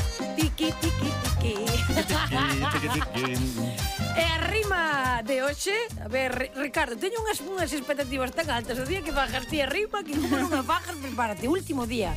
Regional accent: Ribeira, Galicia, Spain; porque por exemplo, mire, eu veño de Ribeira, Festas da Dorna

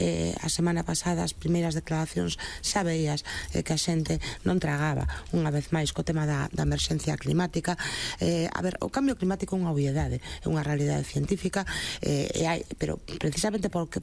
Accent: Galicia, Spain; primeiro como galega, ¿no? Os galegos lamentablemente sabemos moito desto e temos visto arder a nosa terra con moitísima frecuencia, ¿no?

